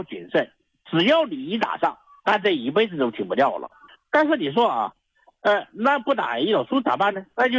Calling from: Guizhou, China; 我是贵州的朋友嘛，

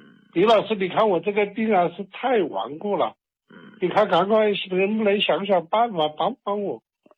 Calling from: Chengdu, Sichuan, China; 我是成都人嘛，我们这里的人都要吃辣辣的。

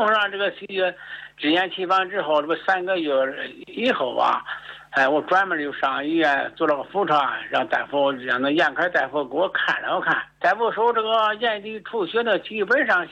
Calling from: Handan, Hebei, China; 我是河北省邯郸市那丛台校区的啊。

